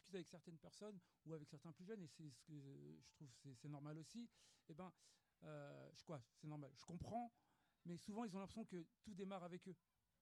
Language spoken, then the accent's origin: French; Paris, Île-de-France, France; moi j'ai grandi à Paris, en région parisienne.